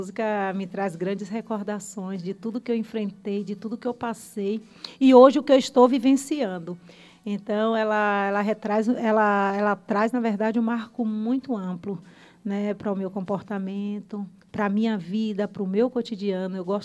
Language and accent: Portuguese; Brazil; moved away; E São Bento de Antá é o meu tudo, né? Onde eu nasci.